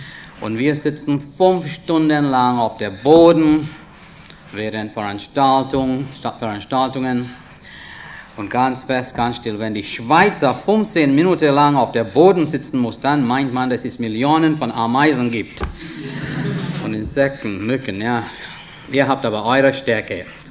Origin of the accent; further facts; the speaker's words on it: India; German is a second language; now in Switzerland; ich bin Inder. Ich habe eine ganz andere Art von Sprechen. Andere Art von Leben, mehr oder weniger. Aber ich bin doch froh, Inder zu